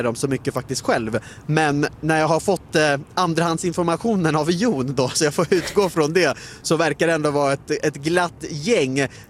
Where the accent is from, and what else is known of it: Sweden